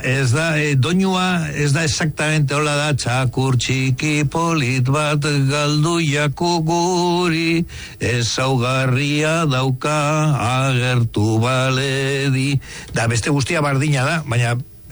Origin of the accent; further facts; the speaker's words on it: Llodio, Basque Country, Spain; lantegia horregaitik ni Laudiokoa naiz, beraiek bizkaitarrak, bilbotarrak dira danak, hobeto begoñakoak ziren.